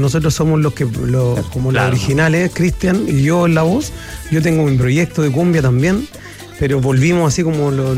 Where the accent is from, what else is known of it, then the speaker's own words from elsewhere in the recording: Valparaíso, Chile; yo soy de Valparaíso, el cantante, y Cristian es de Ovalle.